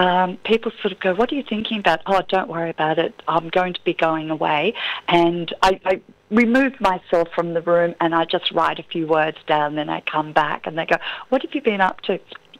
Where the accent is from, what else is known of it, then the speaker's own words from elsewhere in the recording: Barwon Heads, Victoria, Australia; my hometown in Barwon Heads, Ocean Grove, Geelong. It's a beautiful area